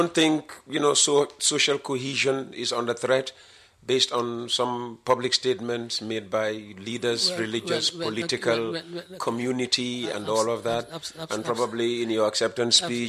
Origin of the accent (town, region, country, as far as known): Banjul, Gambia